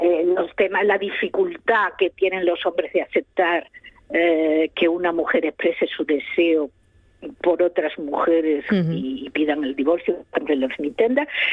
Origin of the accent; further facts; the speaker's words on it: Madrid, Community of Madrid, Spain; Pues mira, yo que vengo de Madrid, en Alcalá de Henares se está haciendo ahora mismo.